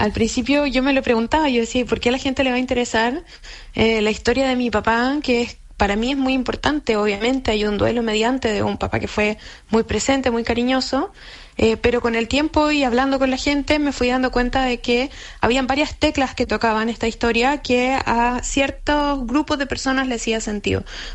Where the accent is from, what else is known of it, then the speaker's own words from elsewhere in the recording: Chillán, Ñuble, Chile; A mí no me tocó vivir esa época, yo crecí en Chillán